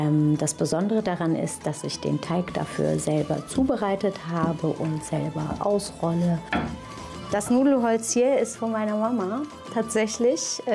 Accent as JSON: {"language": "German", "town": "Rüsselsheim", "region": "Hesse", "country": "Germany", "said": "ich komme aus Rüsselsheim."}